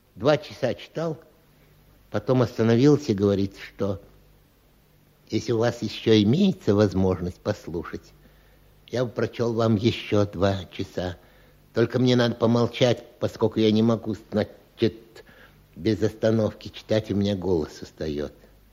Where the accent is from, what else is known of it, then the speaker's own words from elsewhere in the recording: Siberia, Russia; moved away; вот я, значит, из Сибири